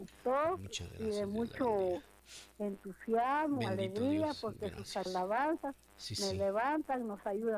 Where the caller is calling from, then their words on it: Mazatenango, Suchitepéquez, Guatemala; De Mazatenango.